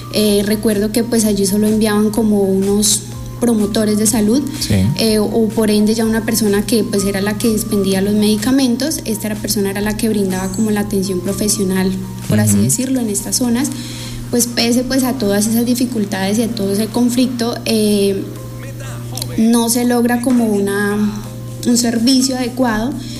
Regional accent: Líbano, Tolima, Colombia; born there; Soy nacida en el Líbano, Tolima, pero pues digamos que por diferentes circunstancias de la vida tuve que emigrar a diferentes zonas

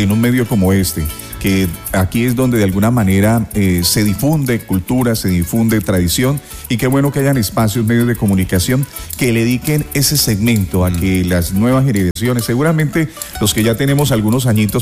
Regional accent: Villavicencio, Meta, Colombia; born there; Yo soy nacido en Villavicencio, de sangre pancha.

